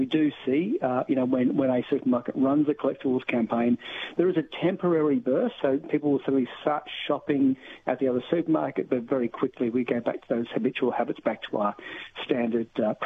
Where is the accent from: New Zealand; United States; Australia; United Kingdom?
Australia; Adelaide, South Australia; I remember growing up in Adelaide in the 70s and the 80s